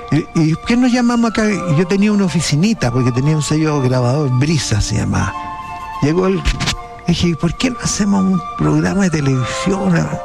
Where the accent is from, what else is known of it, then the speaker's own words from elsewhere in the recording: Argentina; moved away; mi hermano, yo y otro argentino.